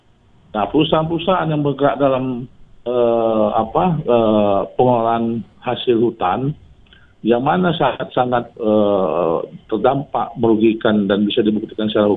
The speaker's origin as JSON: {"language": "Indonesian", "town": "Medan", "region": "North Sumatra", "country": "Indonesia", "said": "Nah, kalau saya sebagai anak Medan ini, ya kan, Bung Sabil"}